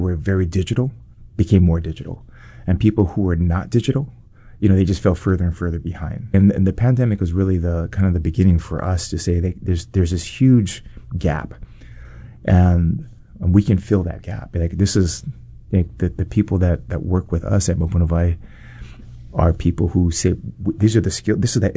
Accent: Kailua, Hawaii, United States; also born or lived in Molokai; I grew up on Oahu. In Kailua, and we moved over to Molokai

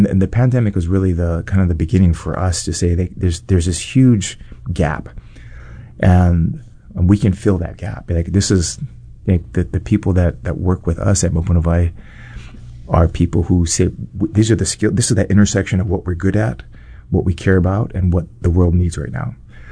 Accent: Kailua, Hawaii, United States; also born or lived in Molokai; You know, I grew up on Oahu, in Kailua. And, we moved over to Molokai.

